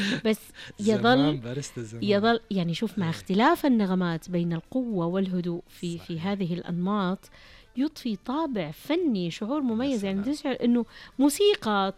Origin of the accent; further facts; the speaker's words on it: Mecca, Makkah Province, Saudi Arabia; born there; جولتنا القادمة إلى مكة، مسقط رأسي. اعتز طبعا، وكل التحية لمكة وأهل مكة